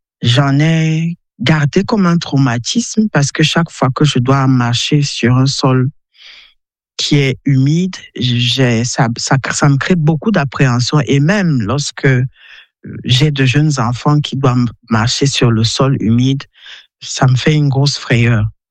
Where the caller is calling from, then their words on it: Yaoundé, Centre, Cameroon; j'ai 40 ans, j'appelle depuis Yaoundé.